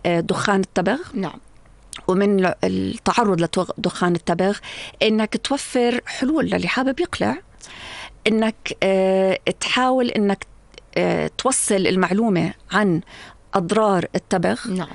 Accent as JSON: {"language": "Arabic", "country": "Jordan", "said": "إحنا كأردن"}